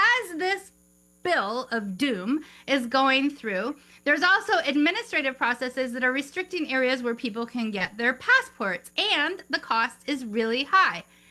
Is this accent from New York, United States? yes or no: no; Chicago, Illinois, United States; born there; I was born in Chicago, Illinois, and have been a lifelong voter.